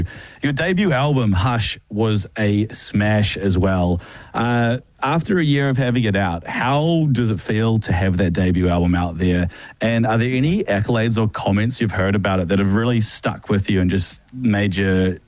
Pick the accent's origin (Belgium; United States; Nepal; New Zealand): New Zealand; Dunedin, Otago; growing up in Dunedin